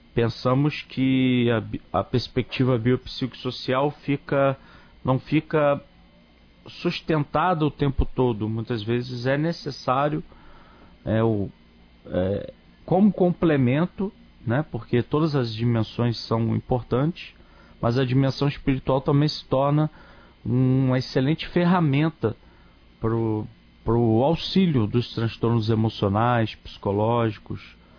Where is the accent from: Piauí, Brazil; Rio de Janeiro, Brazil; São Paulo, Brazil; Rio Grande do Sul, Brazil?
Rio de Janeiro, Brazil; moved away; also born or lived in Belo Horizonte, Minas Gerais / Juiz de Fora, Minas Gerais; sou natural do Rio de Janeiro, passei muitos anos morando em Minas Gerais, Belo Horizonte, Juiz de Fora, né?